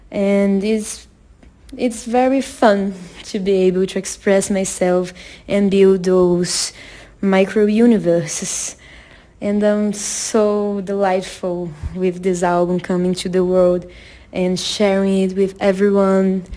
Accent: Belo Horizonte, Minas Gerais, Brazil; I came from Belo Horizonte, Minas Gerais, and I'm granddaughter

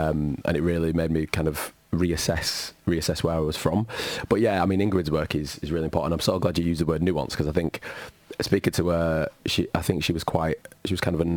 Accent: Bradford, Yorkshire and the Humber, United Kingdom; I grew up in Bradford, which is a city that is kind of almost, you're never that far away from the countryside, you're never that far away from a moor.

